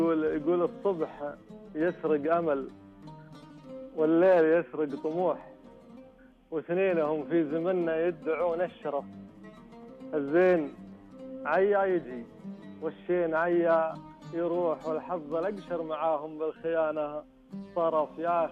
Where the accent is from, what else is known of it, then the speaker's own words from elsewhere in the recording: Northern Saudi Arabia, Saudi Arabia; احنا عندنا بالشمال طال عمرك فيها تكاتف اجتماعي